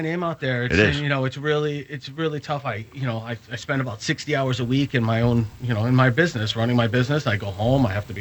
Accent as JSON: {"language": "English", "town": "West Haven", "region": "Connecticut", "country": "United States", "tie": "born or raised there", "moved": "as an adult", "lives_now": "Guilford, United States", "said": "We grew up in the West Haven school system playing soccer."}